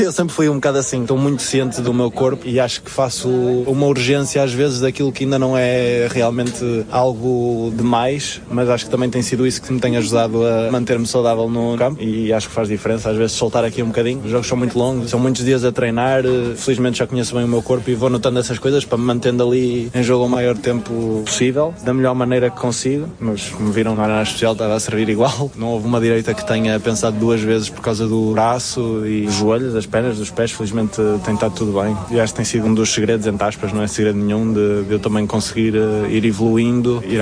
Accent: Portugal

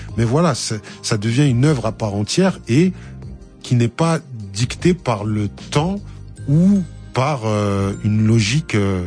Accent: Aulnay-sous-Bois, Île-de-France, France; je viens d'Aulnay

